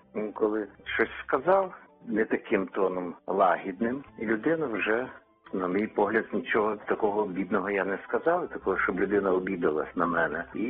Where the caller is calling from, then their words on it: Kyiv, Ukraine; Місто Київ.